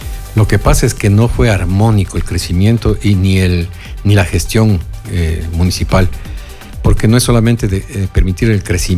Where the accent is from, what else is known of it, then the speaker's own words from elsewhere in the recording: Ibarra, Imbabura, Ecuador; also born or lived in Quito; Yo soy ibarreño de Ibarra, como se decir, en broma y en serio.